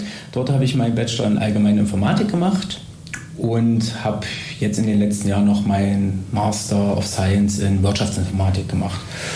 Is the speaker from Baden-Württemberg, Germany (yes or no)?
no; Weimar, Thuringia, Germany; Ich bin aus Weimar, das heißt, ich habe kurze Arbeitswege, kurze Fahrtwege.